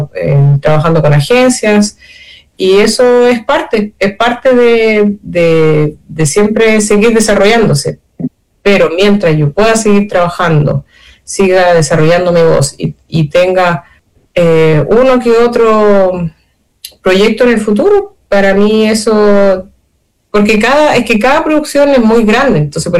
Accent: Chile; como chilena me encantaría cantar en Chile, aquí en Santiago

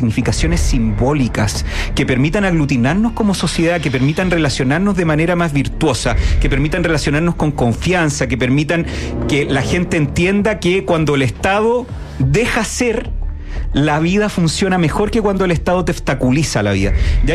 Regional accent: Chile; nos formamos, nos criamos, nos educamos en el Chile de los supercampeones, de Dragon Ball Z, de los Caballeros del Zodiaco.

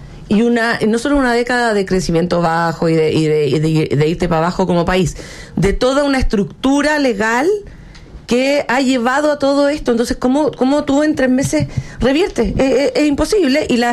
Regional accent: Chile; Es que eso es lo que necesitamos escuchar como chilenos.

